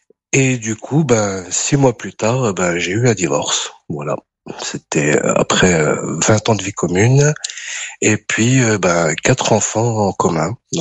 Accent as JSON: {"language": "French", "country": "France", "tie": "born there", "said": "Après, moi, je suis né en France."}